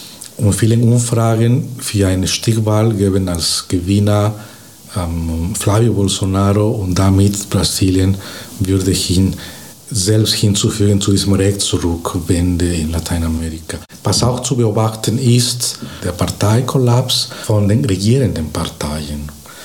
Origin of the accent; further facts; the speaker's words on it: Bolivia; German is a second language; moved away as an adult; Aber früher habe ich auch in Bolivien, wo ich herkomme, habe ich in Bolivien Politikwissenschaft auch in meinem Bachelor studiert und dort lang, also 6 Jahre im öffentlichen Dienst gearbeitet.